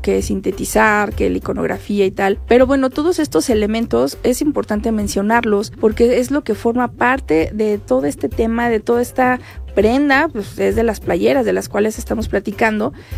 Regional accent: Mexico; que sí tengas esa identidad y ese sentido de pertenencia de que aquí somos y somos mexicanos, ¿no?

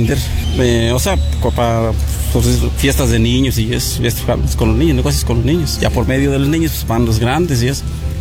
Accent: Santiago, Oaxaca, Mexico; Soy de Santiago

